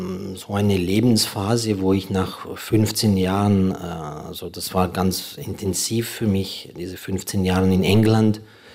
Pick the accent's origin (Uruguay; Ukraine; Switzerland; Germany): Ukraine; Also einfach ist es nicht, weil zum Beispiel es gibt jetzt sehr viele offene Fragen, was man als Ukrainer dirigieren darf und Musik